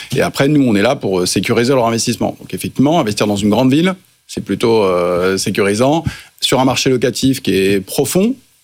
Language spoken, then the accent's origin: French; Caen, Normandy, France; born or raised there